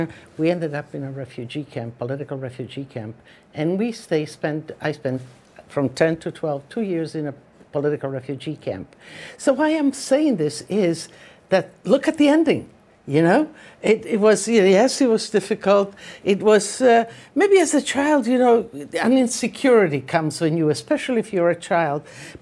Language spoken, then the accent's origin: English; Istria County, Croatia; first language Italian; English is a second language; I come from Italy, a part of Italy that became communist Yugoslavia right after World War II. And, you know, we were caught behind the Iron Curtain, couldn't speak our language, Italian, we couldn't go to church and all that.